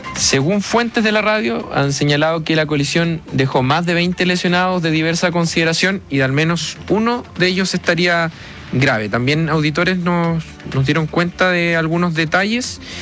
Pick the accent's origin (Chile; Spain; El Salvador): Chile; Maipú, Santiago Metropolitan; de Maipú, aquí iniciando mi turno junto al trasnoche.